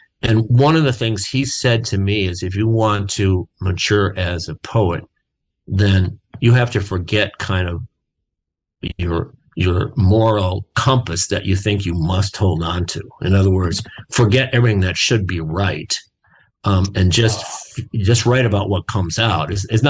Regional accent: Austin, Minnesota, United States; I grew up in Austin, Minnesota, which is about 100 miles south of Minneapolis

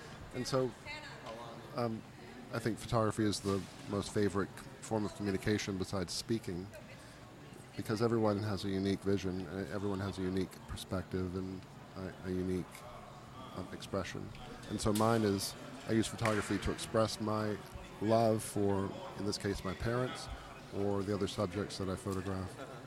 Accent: England, United Kingdom; born there; I was born in England in 1970

